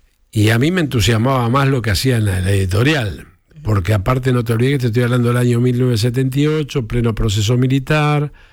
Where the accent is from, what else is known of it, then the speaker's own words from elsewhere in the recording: Chacarita, Buenos Aires, Argentina; Yo soy de Chacarita.